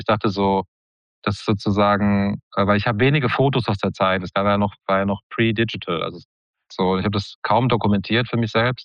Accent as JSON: {"language": "German", "town": "Maintal", "region": "Hesse", "country": "Germany", "tie": "born or raised there", "said": "Da gab es in Maintal, wo ich aufgewachsen bin, bei Frankfurt, absurderweise die beste Skatehalle Europas"}